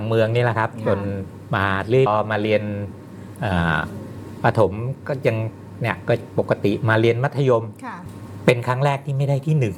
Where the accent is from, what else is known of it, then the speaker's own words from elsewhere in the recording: Bangkok, Thailand; เกิดในกรุงเทพฯ